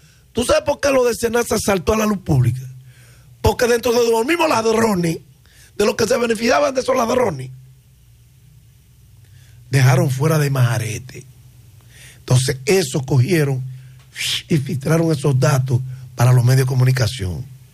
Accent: Dominican Republic

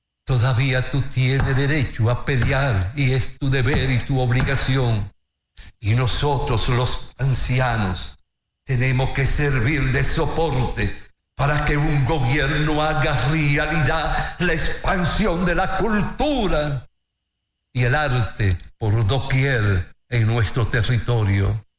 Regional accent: Dominican Republic; yo lo viví desde mi niñez en la Guácara, allá por la piña de Cotrí, allá en un pequeño campo y sección de Sierra Prieta.

